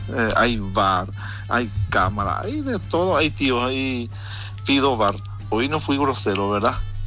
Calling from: San Bernardino, Cordillera, Paraguay; de Atila. Vivo en San Bernardino. Vivo en Cordillera. Vivo en Atila. Vivo en San Bernardino.

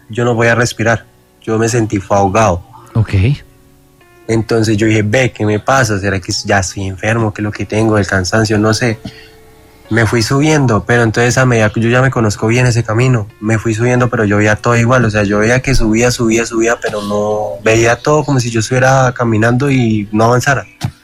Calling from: San Juan de Rioseco, Cundinamarca, Colombia; yo vivo en San Juan de Río Seco, con Dinamarca.

